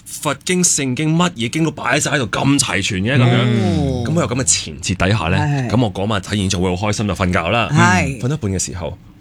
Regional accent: Canada; moved away; 我细个喺加拿大长大咧

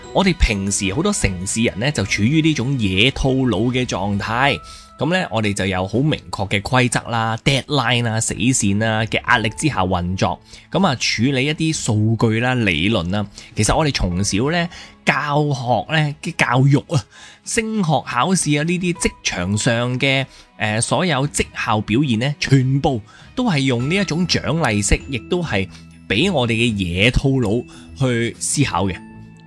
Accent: Hong Kong; 我们香港人

